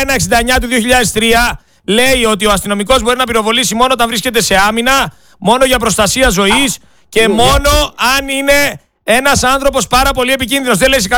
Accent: Greece; Εγώ, σαν Έλληνας πολίτης, είμαι υποχρεωμένος να σέβομαι τον ποινικό κώδικα.

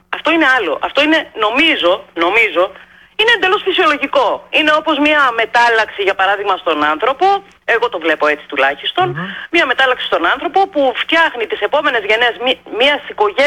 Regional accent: Heraklion, Crete, Greece; Την πόλη μου άντε να υπάρχουν 20, εγώ σου λέω, σε 250.000 κατοίκους του Ηρακλείου, του νομού Ηρακλείου

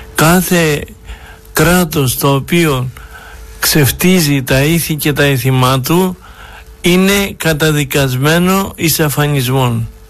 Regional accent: Greece; Εμείς είμαστε Έλληνες μέχρι το κόκαλο.

